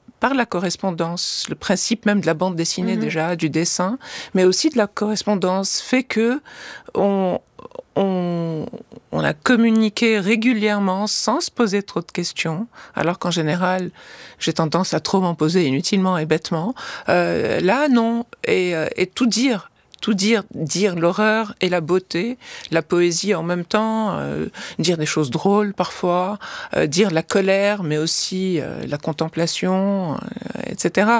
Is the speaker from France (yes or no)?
no; Lebanon; Je suis la seule qui ait le droit de dire si je suis libanaise ou pas. Donc, oui. Mais c'est comme ça. C'est comme ça dans notre région du monde.